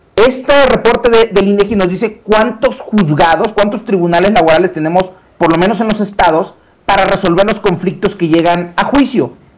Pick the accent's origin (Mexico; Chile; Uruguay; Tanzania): Mexico; que son países que comparten un entendimiento del derecho como el mexicano, somos herederos de la cultura continental del derecho